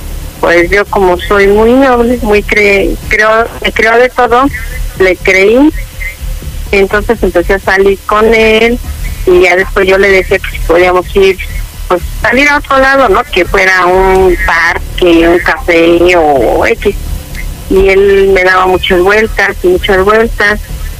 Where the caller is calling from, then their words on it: Mexico City, Mexico; Tengo 56 años y vengo de aquí de Azcapotzalco.